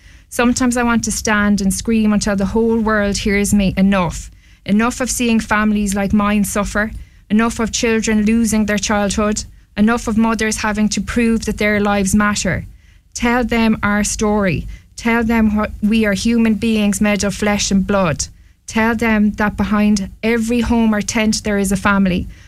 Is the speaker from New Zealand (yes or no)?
no; Ireland; born there; The only difference between us is that she was born in Palestine and I was born in Ireland.